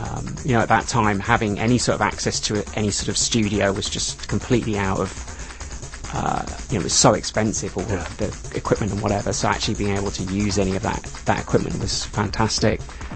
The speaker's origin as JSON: {"language": "English", "town": "Northampton", "region": "East Midlands", "country": "United Kingdom", "tie": "born or raised there", "said": "I grew up in a small village outside a small town. I grew up outside Northampton in the UK, and there wasn't a whole lot there."}